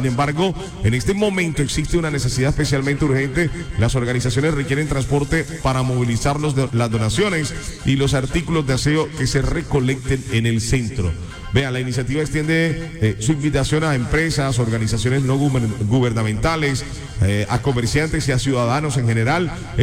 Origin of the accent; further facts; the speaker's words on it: Colombia; de unirnos como colombianos